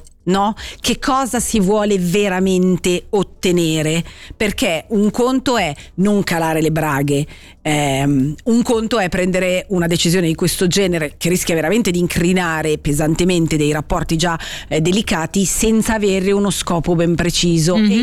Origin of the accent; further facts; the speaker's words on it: Ticino, Switzerland; È chiaro che noi da ticinesi tendiamo a vedere i nostri problemi, certo.